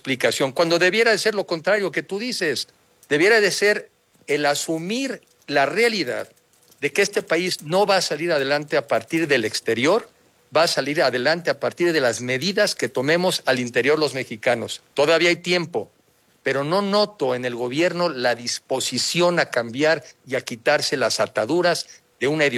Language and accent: Spanish; Mexico; sí somos los mexicanos, ¿verdad? Y que estamos siendo ese pueblo hospitalario, cálido y fraterno